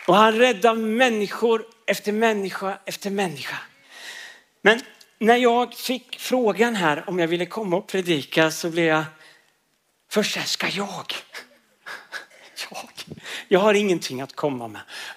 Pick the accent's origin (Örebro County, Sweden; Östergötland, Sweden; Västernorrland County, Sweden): Östergötland, Sweden; Linköping; accent: Östgötska; Jag är från Linköping, så idag kommer ni få lyssna på Guds ord på östgötska.